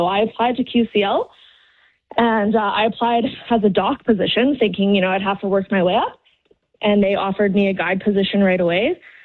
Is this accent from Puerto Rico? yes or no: no; Rivers Inlet, British Columbia, Canada; So I grew up in Rivers Inlet. So my parents bought an old cannery, Wadham's Cannery, early 90s. And turned it into a fishing lodge. So built a few cabins, grew up there